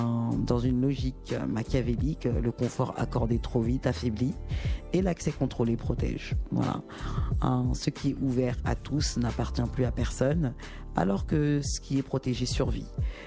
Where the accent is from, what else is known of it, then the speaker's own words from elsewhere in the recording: France; chez nous en France